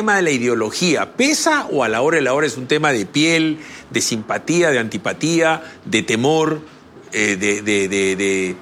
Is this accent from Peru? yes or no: yes; Peru; ¿Será porque soy peruano?